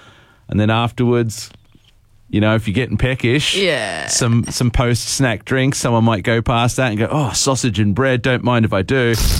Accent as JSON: {"language": "English", "area": "Sunshine Coast", "region": "Queensland", "country": "Australia", "tie": "born or raised there", "moved": "yes", "said": "I grew up on the Sunshine Coast when I was a kid"}